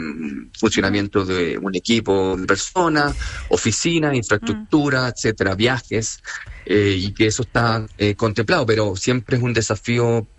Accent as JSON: {"language": "Spanish", "country": "Chile", "said": "a nosotros como chilenos trabajando en Chile"}